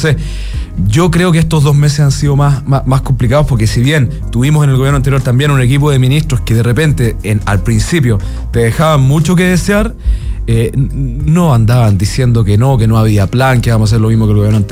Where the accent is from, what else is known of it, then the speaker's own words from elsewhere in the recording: Chile; Yo antes de ser futbolero soy chileno, pues, weón.